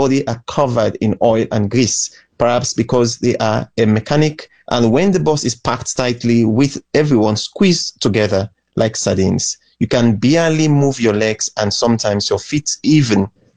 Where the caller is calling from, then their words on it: Freetown, Western Area, Sierra Leone; I'm speaking from Freetown, Sierra Leone.